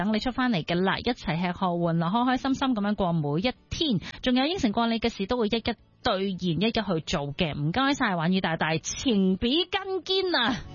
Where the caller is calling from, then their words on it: Lai Chi Kok, Kowloon, Hong Kong; 我系嚟自荔枝角6A嘅